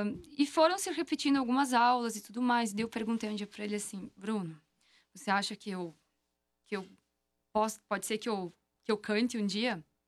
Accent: Brazil; moved away; estudei em Tamanduá, ali... Né, próximo à casa dos meus pais, lá no interior, ali, que meus pais são de São Luís, ali no interior. E foi onde eu cresci, é o lugar que eu amo, é o lugar que eu sempre vou querer voltar

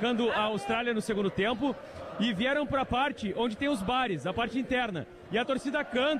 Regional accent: Brazil; Sou do Brasil.

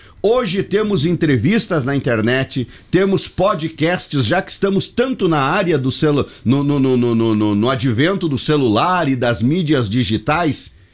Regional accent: South Region, Brazil; nós batemos tanto no peito de que somos do Sul

